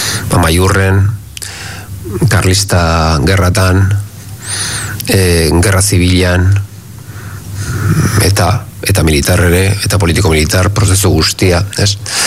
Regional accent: Basque Country, Spain; nik esaten nuen beitu ni independentista naiz eta euskalduna naiz bakarrik eta gaur egun ez dut esaten.

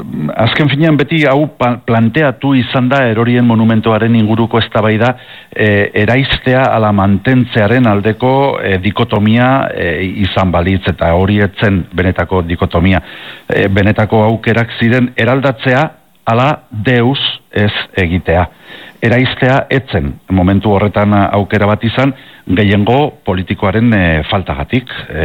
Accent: Pamplona, Navarre, Spain; nire jolaz tokia txikitan Gazteluko inguru bidea zen, ez, fosoak eta Ciudadela eta inguru hori, hortan pasa nuenik aurtzaroa

